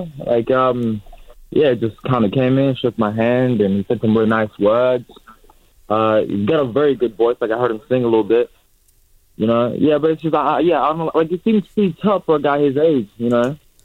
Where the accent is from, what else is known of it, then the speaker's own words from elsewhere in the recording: Ipswich, East of England, United Kingdom; I said, I do love Ipswich, you know what I'm saying? Yeah, it's one of my, you know, like, my hometown.